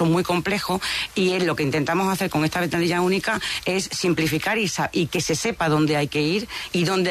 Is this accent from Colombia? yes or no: no; Llerena, Extremadura, Spain; Yo, por ejemplo, soy de Campiña Sur y yo reconozco que ha sido un problema de comunicación, que es difícil que se puedan trasladar de mi pueblo Llerena a Cáceres determinados estudiantes